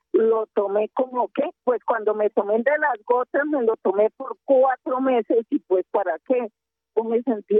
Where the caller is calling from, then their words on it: Bogotá, Colombia; vivo en la ciudad de Bogotá